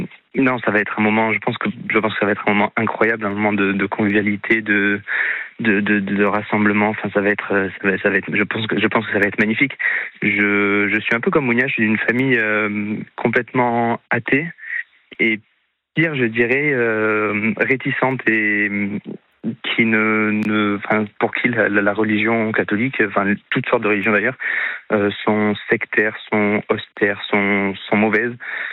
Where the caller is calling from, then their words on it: Bordeaux, Nouvelle-Aquitaine, France; Non, alors je suis de Bordeaux